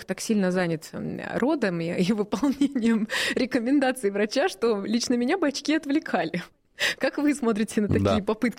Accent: Krasnoyarsk, Krasnoyarsk Krai, Russia; Родилась я хоть и в Красноярске 45, но выросла я в Красноярске, в первый класс там пошла и в садик пошла.

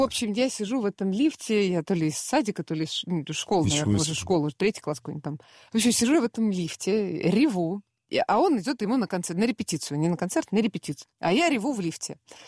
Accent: Ukraine; Ну, я здоровый детства, украинец.

